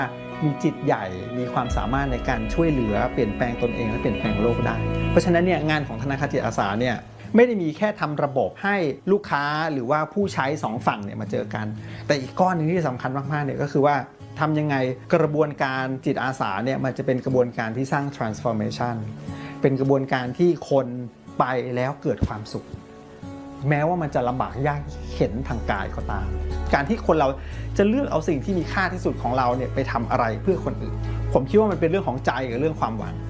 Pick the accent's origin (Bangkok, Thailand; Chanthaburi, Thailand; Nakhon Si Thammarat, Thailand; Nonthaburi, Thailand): Bangkok, Thailand; เป็นเด็กกรุงเทพครับเกิดและโตที่กรุงเทพที่บ้านได้ให้ความสำคัญกับการเรียนรู้มาก